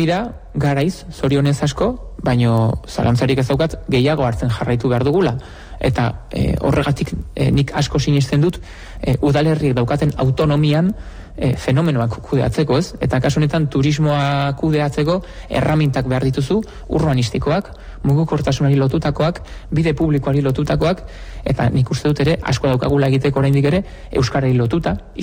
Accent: San Sebastián, Basque Country, Spain; Aldezarrean jaio nintzen, eta Aldezarrean 30 urte luze zegoen naiz biziten, gurasoak oraindik ere Aldezarrean bizi dira

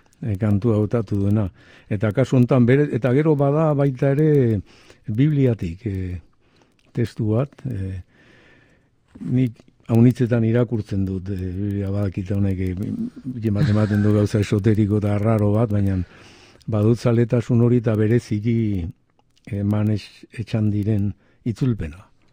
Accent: Oñati, Basque Country, Spain; accent: Biscayan; first language Basque (Biscayan dialect)

